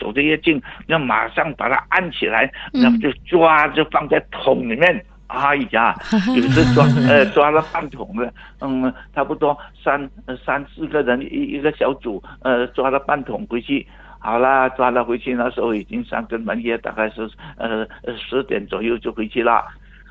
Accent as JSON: {"language": "Chinese", "region": "Hainan", "country": "China", "said": "我们海南话叫做锅"}